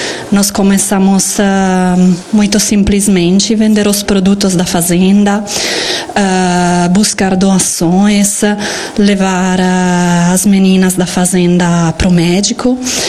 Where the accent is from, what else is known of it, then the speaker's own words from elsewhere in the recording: Italy; Portuguese is a second language; moved away as an adult; now in Ibiporã, Brazil; eu sou italiana. Eu cheguei 2 anos e meio atrás da Itália com meu marido e meus 2 filhos.